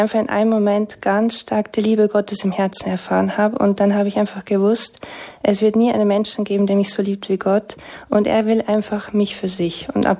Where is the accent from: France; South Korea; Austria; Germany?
Germany; Bavaria; Ich bin in Bayern so traditionell katholisch aufgewachsen